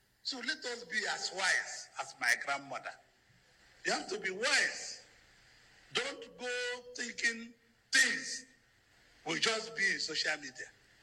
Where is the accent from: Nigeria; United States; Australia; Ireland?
Nigeria